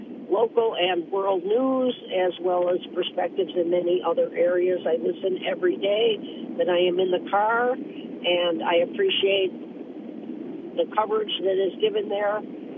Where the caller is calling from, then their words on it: Carmel Valley, California, United States; from Carmel Valley, California.